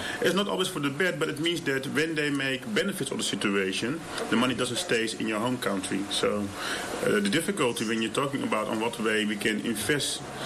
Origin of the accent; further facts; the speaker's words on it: Suriname; I'm from Suriname, but I also have family in the Antilles.